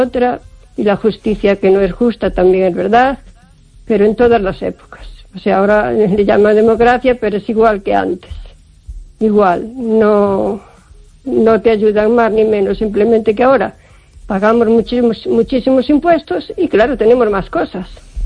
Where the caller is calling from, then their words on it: O Carballiño, Galicia, Spain; Hola, Esther, buenas noches … de Carballiño.